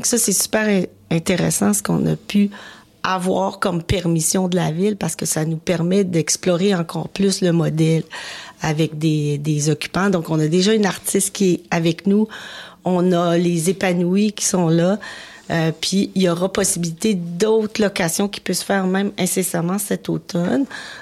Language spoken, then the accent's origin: French; Laval, Quebec, Canada; born there; moi, je suis une Lavalloise, je vous le dis, là, je suis née à Laval, à environ à 20 minutes du lieu qu'on transforme. Puis je suis fière de ma ville.